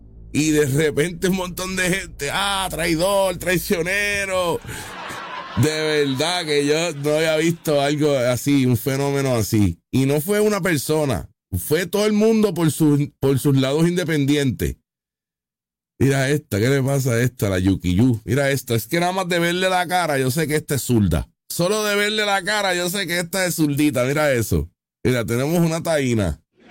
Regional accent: Puerto Rico; Yo soy boricua. Boricua soy.

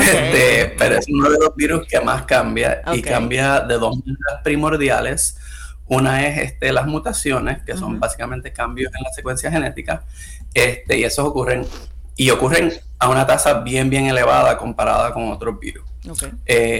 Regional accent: San Juan, Puerto Rico; moved away as an adult; also born or lived in Mayagüez; now in Davis, United States; yo me crié en Río Piedra. Estudié en la High de la Universidad de Puerto Rico, la Escuela Secundaria de la Universidad de Puerto Rico, UHSFUA.

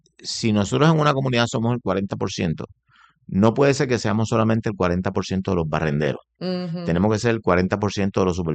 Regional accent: Puerto Rico; puertorriqueño

